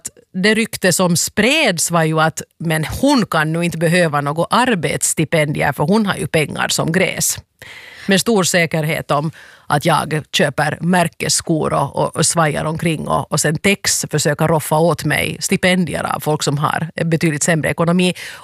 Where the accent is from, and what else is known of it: Finland